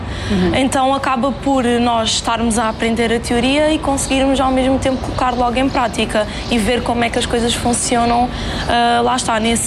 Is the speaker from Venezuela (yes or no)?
no; Faro, Algarve, Portugal; tenho 23 anos, sou daqui de Faro